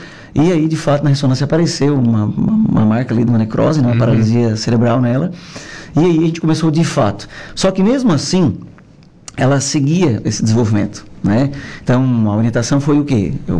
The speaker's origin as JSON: {"language": "Portuguese", "town": "Araranguá", "region": "Santa Catarina", "country": "Brazil", "said": "eu sou aqui de Araranguá mesmo, né?"}